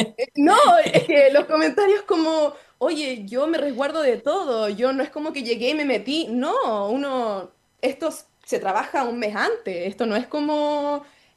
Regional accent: Castro, Los Lagos, Chile; yo soy de Castro

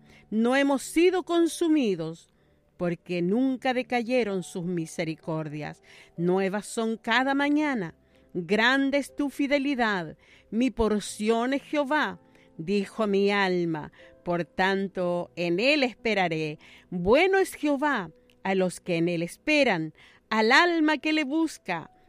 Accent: Chile; Pero también somos chilenos, sí

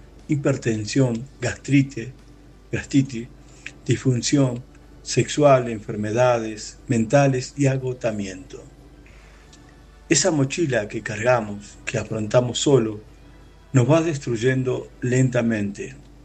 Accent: Argentina; soy de Argentina

